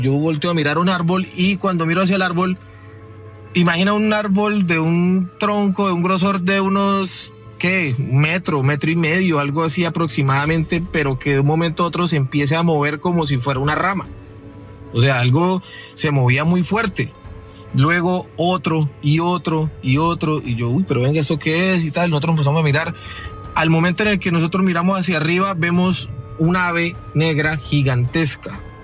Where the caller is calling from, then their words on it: Cúcuta, Norte de Santander, Colombia; cuando vivía con mis abuelos aquí en Cúcuta. Yo soy de Cúcuta, norte de Santander.